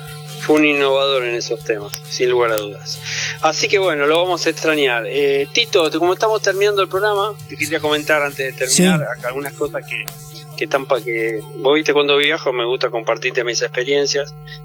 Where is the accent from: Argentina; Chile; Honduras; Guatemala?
Argentina; Avellaneda, Buenos Aires Province; Y bueno, sí, yo nací a 3 cuadras de la cancha de Racing, en una clínica que estaba ahí. Viví en Avellaneda, vivo en Avellaneda, todo en Avellaneda, trabajo en Avellaneda